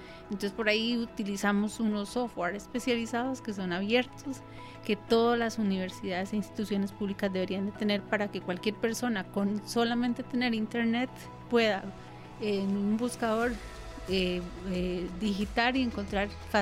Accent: Costa Rica

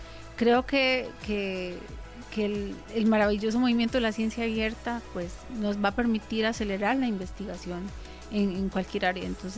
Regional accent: Costa Rica; En mi país, que es Costa Rica, que somos hermanos

